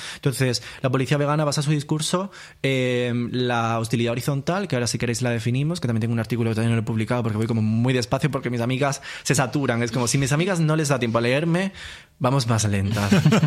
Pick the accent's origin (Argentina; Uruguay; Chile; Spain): Spain; Andalusia; accent: Andalusian; a mí se me va el acento andaluz, hablo como más neutro, no sé qué. Las redes sociales me hicieron así, estoy como luchando con eso.